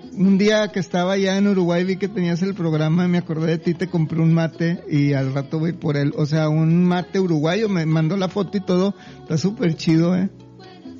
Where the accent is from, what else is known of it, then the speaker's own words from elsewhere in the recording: northern Mexico, Mexico; accent: norteño; así somos los norteños